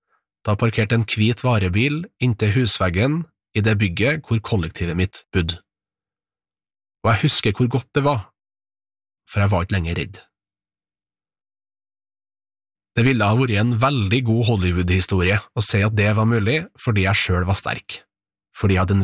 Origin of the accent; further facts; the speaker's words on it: Levanger, Trøndelag, Norway; born there